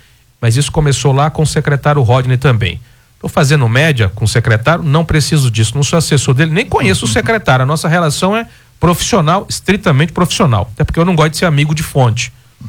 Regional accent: Maceió, Alagoas, Brazil; Eu sou, como todo mundo sabe, eu sou de Maceió.

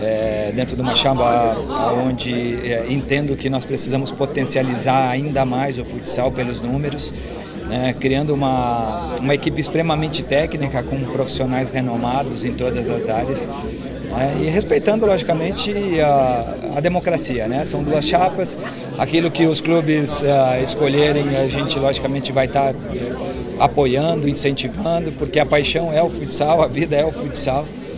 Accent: Quedas do Iguaçu, Paraná, Brazil; E eu nasci bem próximo, né, nasci em Quedas do Iguaçu

